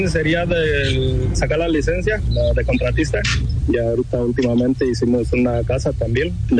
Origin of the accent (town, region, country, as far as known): Michoacán, Mexico